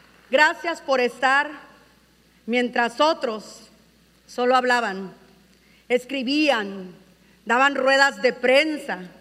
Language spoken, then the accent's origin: Spanish; Poza Rica, Veracruz, Mexico; en el norte del estado, en la Huasteca y en lo particular en mi tierra, en Poza Rica